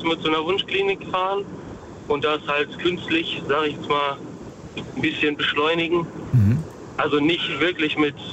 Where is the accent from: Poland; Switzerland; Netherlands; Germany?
Germany; Dortmund, North Rhine-Westphalia; aus Dortmund eigentlich.